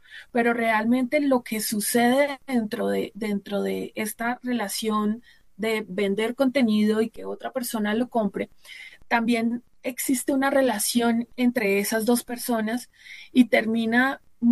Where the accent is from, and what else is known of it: Bogotá, Colombia